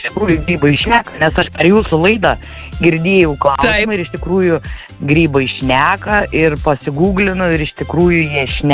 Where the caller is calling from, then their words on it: Šiauliai County, Lithuania; Iš Šiaulių rajono, netoli Gružių